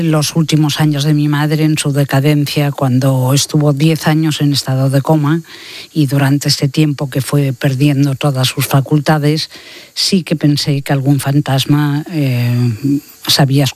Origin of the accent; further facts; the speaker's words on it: Barcelona, Catalonia, Spain; yo nací en Barcelona, mis padres eran alemanes, se habían conocido aquí y me educaron en la fe católica, en el colegio de las monjas alemanas de la calle Copérnico en Barcelona.